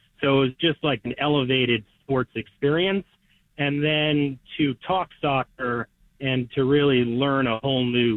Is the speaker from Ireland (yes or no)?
no; New York City, New York, United States; I am a New Yorker.